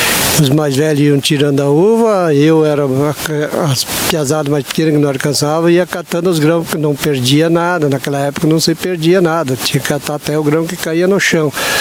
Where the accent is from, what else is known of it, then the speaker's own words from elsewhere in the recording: Leãozinho, Brazil; born there; Olha, eu nasci aqui no Leãozinho, né? Na comunidade de Leãozinho.